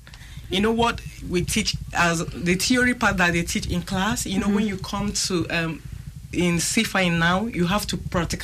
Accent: Nigeria; now in Aberdeen, United Kingdom; I am from Nigeria and currently studying social work in RGU.

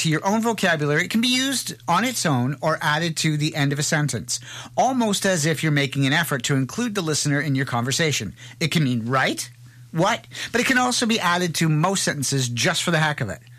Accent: Canada

